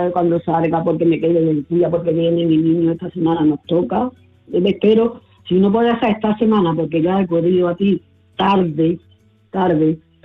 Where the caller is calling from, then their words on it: Córdoba, Andalusia, Spain; Buenas tardes, mira … de Córdoba.